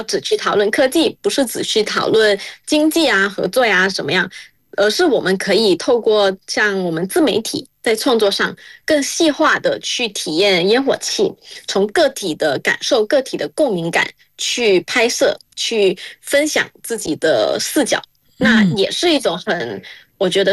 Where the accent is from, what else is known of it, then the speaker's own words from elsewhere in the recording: Malaysia; now in China; 那相较马来西亚呢，我们其实教育氛围会更强调多元跟平衡，因为我们有三大民族嘛，那我们在这个多元的环境中长大，我们有不一样的语言，我们也有不一样的这个文化习俗、宗教习俗